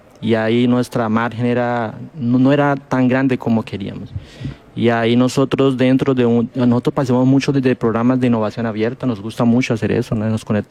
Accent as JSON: {"language": "Spanish", "country": "Colombia", "moved": "yes", "lives_now": "Brazil", "said": "Soy colombiano, pero vivo en Brasil hace muchos años, entonces me poco mezclado con portuñol"}